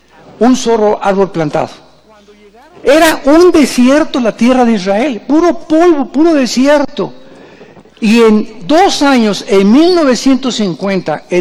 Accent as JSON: {"language": "Spanish", "country": "Mexico"}